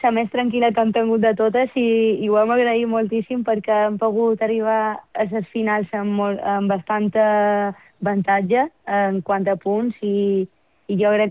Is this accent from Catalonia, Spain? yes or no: no; Palma, Balearic Islands, Spain; born there